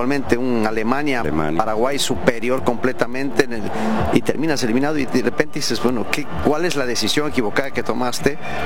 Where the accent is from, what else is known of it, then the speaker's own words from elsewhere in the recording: Ecuador; Como ecuatoriano diría que me encanta, pero no es así.